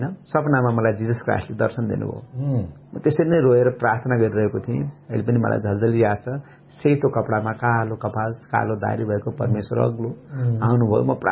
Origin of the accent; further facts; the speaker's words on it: Surkhet, Karnali Province, Nepal; म सुर्खेतको देखेँ जुन घरमा म जन्मेको हुर्केको ठाउँ थियो